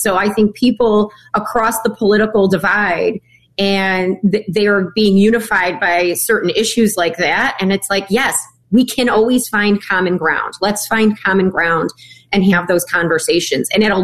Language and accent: English; Chicago, Illinois, United States; the part of the city where I grew up, it's very central. They call it the South Side. I grew up really close to Comiskey Park